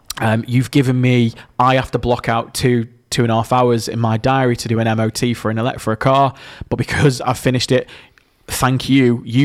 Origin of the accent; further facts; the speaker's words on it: Scotland, United Kingdom; accent: Scottish; He gets my Scottish accent.